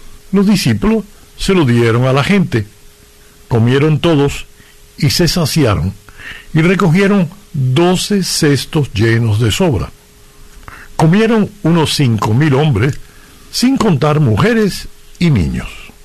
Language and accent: Spanish; Cuba; moved away; No, en Cuba ya una vez que salí de Cuba.